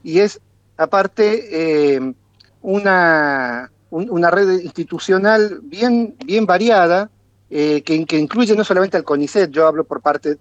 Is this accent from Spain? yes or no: no; Argentina; las otras cosas que nos enorgullecen como país, ¿no? Como argentinos.